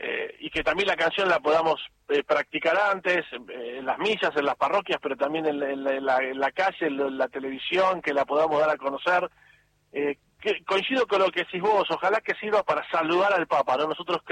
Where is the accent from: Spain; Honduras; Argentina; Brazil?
Argentina; que nos identifique como pueblo, como iglesia, como argentinos